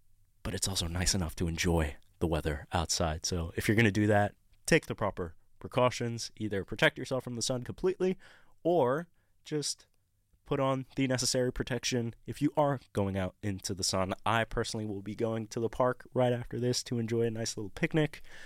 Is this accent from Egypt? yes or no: yes; Egypt; now in Australia; My father grew up here, but I grew up in Egypt